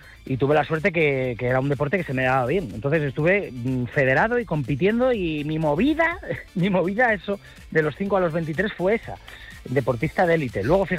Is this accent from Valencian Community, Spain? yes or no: yes; Alicante, Valencian Community, Spain; ya que yo soy valenciano, soy de Alicante, soy de la mayor Terretalmón.